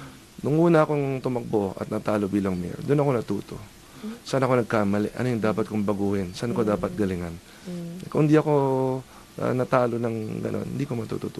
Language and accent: Tagalog; San Juan, Metro Manila, Philippines; I've lived here all my life. I was born in San Juan, Cardinal Santos Medical Center